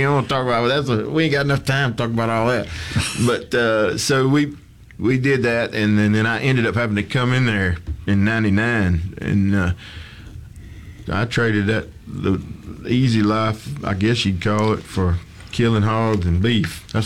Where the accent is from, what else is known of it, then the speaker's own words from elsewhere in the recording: Star, Mississippi, United States; I come from Star, Mississippi.